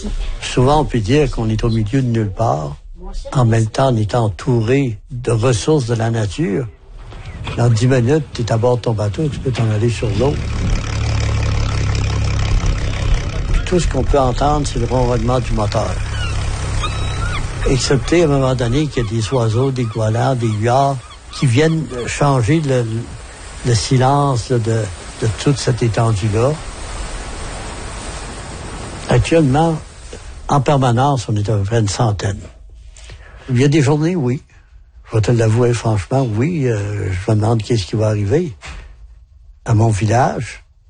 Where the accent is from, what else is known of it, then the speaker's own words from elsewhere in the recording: Tête-à-la-Baleine, Quebec, Canada; Moi, je suis originaire de Tétalavanen. J'ai grandi ici à Tétalavanen. À l'âge de 15 ans, je suis parti pour des études. Et je suis revenu à l'âge de 24 ans comme enseignant. Souvent, on peut dire qu'on est au milieu de nulle part.